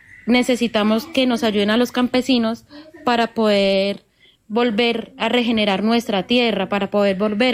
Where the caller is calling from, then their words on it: San Luis, Tolima, Colombia; yo soy de San Luis, Tolima.